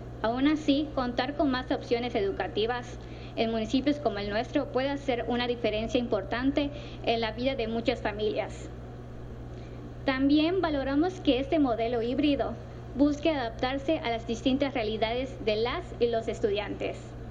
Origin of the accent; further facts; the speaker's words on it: Yucatán, Mexico; now in Kanasín, Mexico; soy yucateca, vivo en Canacín